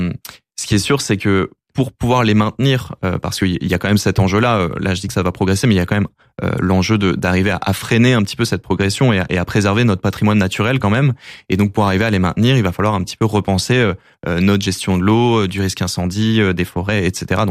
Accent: the Alps, France; Moi, je peux en parler personnellement. Je viens des Alpes.

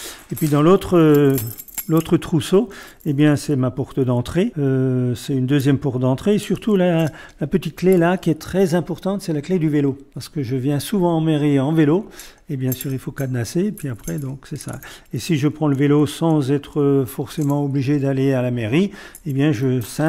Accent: France; sachant qu'on est français, qu'on aime son pays

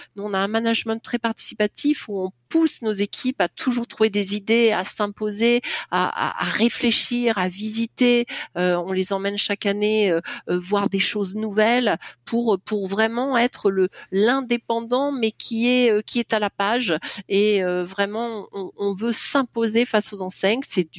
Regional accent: Centre-Val de Loire, France; Moi, j'avais des racines agricoles ou plutôt viticoles, donc je connais le monde de la terre. Nous, on est de la Touraine.

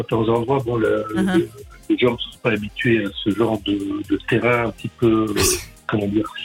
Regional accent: south of France, France; Oh non, en plus, nous, on est originaire du Sud, donc l'heure espagnole, on connaît.

